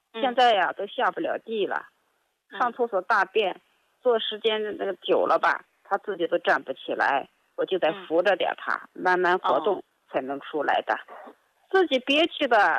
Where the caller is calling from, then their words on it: Shenyang, Liaoning, China; 我是沈阳的啊。